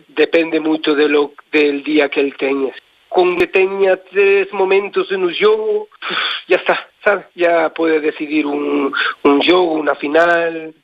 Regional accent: Spain; Portuguese is a second language; moved away

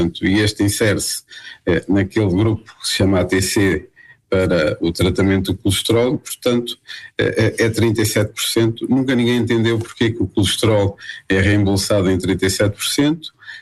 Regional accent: Portugal; e eu como português, acho que devo acrescentar valor àquilo que é a indústria nacional de produção de medicamentos

